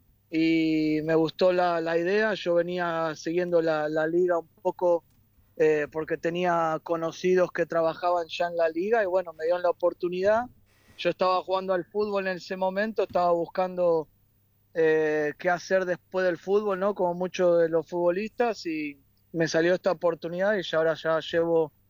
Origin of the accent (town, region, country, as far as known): Buenos Aires, Argentina; born or raised there